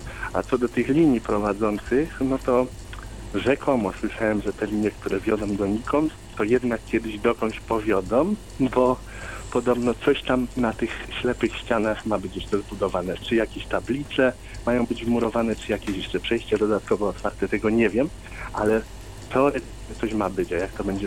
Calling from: Kraków, Lesser Poland, Poland; akurat mieszkam w Krakowie

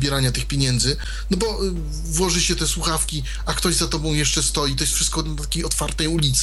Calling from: eastern Poland, Poland; dzwonię z Polski C

